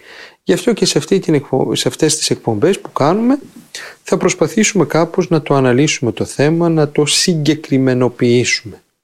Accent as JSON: {"language": "Greek", "country": "Greece", "said": "Ως Έλληνες"}